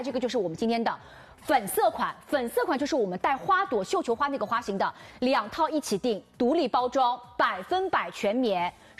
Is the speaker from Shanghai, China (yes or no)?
yes; Shanghai, China